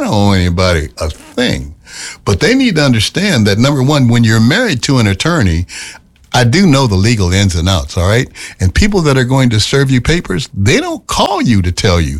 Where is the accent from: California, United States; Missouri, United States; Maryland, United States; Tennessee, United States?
Tennessee, United States; Memphis; born there; moved away as an adult; I was born in Memphis, Tennessee. And I said this before last week. I've been in Minnesota now since I got out of the military and left and got out of Vietnam. This is my home now.